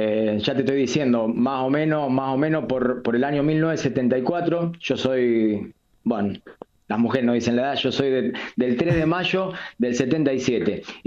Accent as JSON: {"language": "Spanish", "town": "Laborde", "region": "Córdoba", "country": "Argentina", "said": "La Borde, mi pueblo querido, este 19 de mayo, de esta semana, cumplió 123 años. Un 19 de mayo de 1903 fue cuando se funda este pueblo, que lo fundaron justamente nuestros abuelos, los inmigrantes. … mi abuelo era un herrero"}